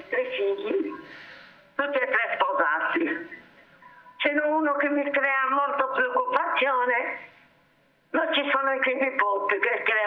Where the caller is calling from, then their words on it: Sardinia, Italy; Mi chiamo dalla Sardegna.